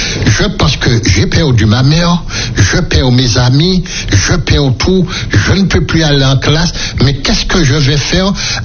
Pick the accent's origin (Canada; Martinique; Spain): Martinique; Le Prêcheur; born there; quand je suis arrivé au prêcheur, j'ai eu un choc. Quand on m'a dit, ben voilà, chez ton papa, j'ai dit, mais non, chez mon papa. Ah là, c'est là que j'ai habité auparavant.